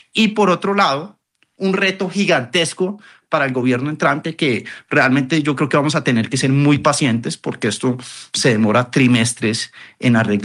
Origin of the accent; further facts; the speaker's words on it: Colombia; como colombianos, tenemos que mirar cómo ayudamos a esa población vulnerable